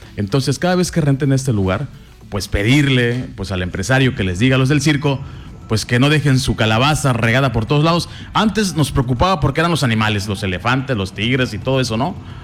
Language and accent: Spanish; Quintana Roo, Mexico; los quintanarruenses, señores, nos unimos para eso y más